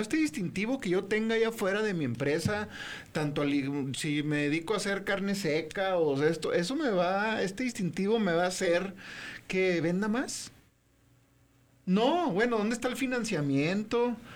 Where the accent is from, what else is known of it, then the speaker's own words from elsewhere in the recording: Mexico; Esa es una gran distinción que tenemos los mexicanos.